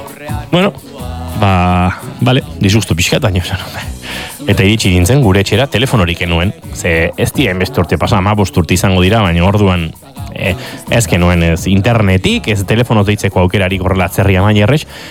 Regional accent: Basque Country, Spain; ni euskalduna naiz, hau espainola

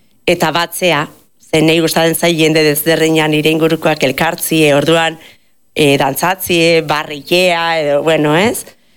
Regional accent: Errenteria, Basque Country, Spain; ni horretakoa, errenteikoa naz.

